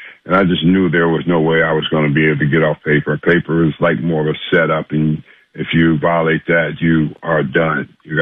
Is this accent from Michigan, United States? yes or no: no; Los Angeles, California, United States; I wasn't afraid because I'm born and raised in South Central. I know how to defend myself.